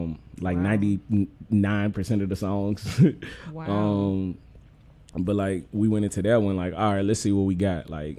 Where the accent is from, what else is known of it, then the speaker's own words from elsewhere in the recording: Memphis, Tennessee, United States; I wanted to make an album that sounded like when I was growing up in Memphis.